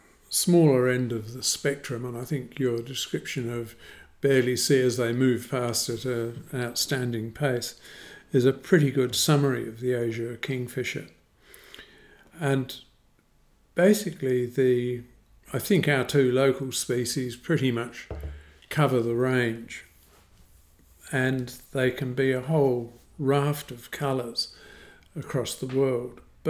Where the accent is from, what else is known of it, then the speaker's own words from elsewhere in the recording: England, United Kingdom; I started off when I was a young kid, and I'd probably say the age of six onwards, in growing up in England.